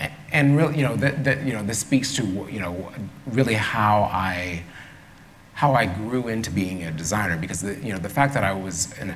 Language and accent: English; Akron, Ohio, United States; It was Akron. I mean, it was, you know, it was growing up on I spoke of this last night. Growing up on Avalon Avenue, which was a dead-end street that dead-ended into the football field of Buchtel High School.